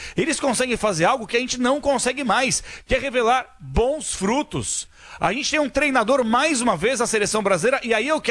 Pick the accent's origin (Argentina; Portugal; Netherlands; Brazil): Argentina; Eu sou argentino.